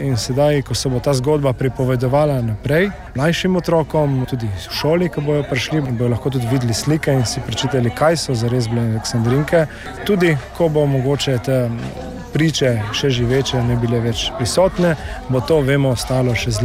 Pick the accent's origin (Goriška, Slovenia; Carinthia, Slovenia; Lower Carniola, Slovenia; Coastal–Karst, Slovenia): Goriška, Slovenia; Renče; da vsak, ki je odraščal kot jaz, ki sem odraščal v Renčah, se seznanil s to zgodbo